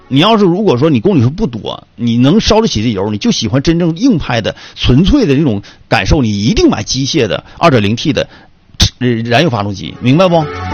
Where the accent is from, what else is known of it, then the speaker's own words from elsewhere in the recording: Northeast China, China; 我作为中国人，我必须得捧啊，作为本地人，作为东北人，那我必须得捧啊